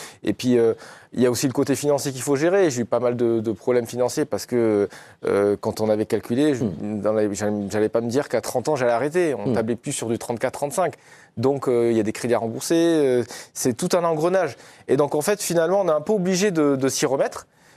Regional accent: Bordeaux, Nouvelle-Aquitaine, France; je rentre chez moi à Bordeaux

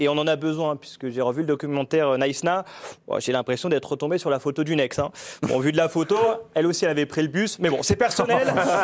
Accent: Lyon, Auvergne-Rhône-Alpes, France; je suis Lyonnais.

